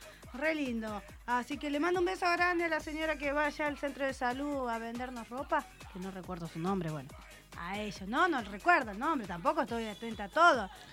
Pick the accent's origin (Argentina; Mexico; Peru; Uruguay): Argentina; Somos bueno, argentinos.